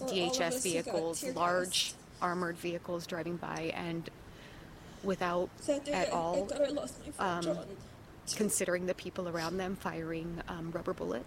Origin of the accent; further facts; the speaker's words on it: Ventura County, California, United States; as someone who grew up in this community, I'm from Ventura County